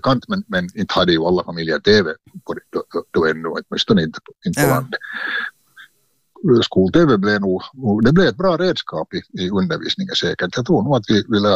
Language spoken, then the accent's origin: Swedish; Porvoo, Uusimaa, Finland; born there; also born or lived in Svartå; jag flyttade från Västnyland, eller vi flyttade från Västnyland till Östnyland när jag var där just fylla 7. Och så började jag i folkskola i Tolki svenska folkskola.